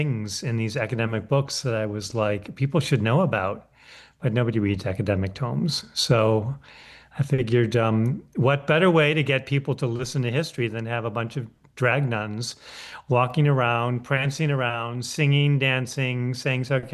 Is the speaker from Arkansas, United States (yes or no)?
no; Rochester, New York, United States; moved away; also born or lived in Boston; I grew up in Rochester, and I moved back during COVID.